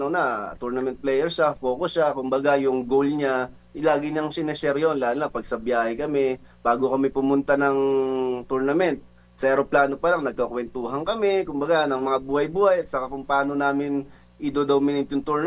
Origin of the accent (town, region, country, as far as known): Las Piñas, Metro Manila, Philippines; born or raised there; now in Quezon City, Philippines